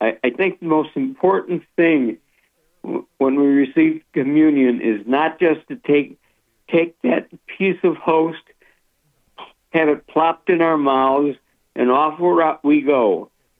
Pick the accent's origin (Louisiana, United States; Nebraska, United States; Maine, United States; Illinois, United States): Illinois, United States; Chicago; I grew up in the Chicago Archdiocese in the 1950s, and I know I received communion before I received confirmation.